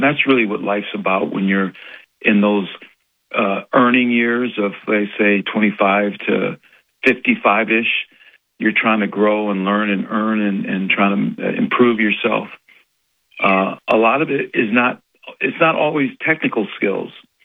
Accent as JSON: {"language": "English", "town": "Cleveland", "region": "Ohio", "country": "United States", "tie": "born there", "also_born_or_lived": "Chardon, Ohio", "said": "Growing up in Cleveland, it was the city, all that. But after sixth grade, my parents bought this farm in Chardon"}